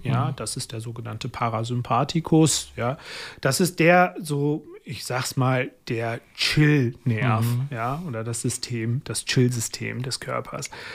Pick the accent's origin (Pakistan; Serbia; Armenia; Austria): Pakistan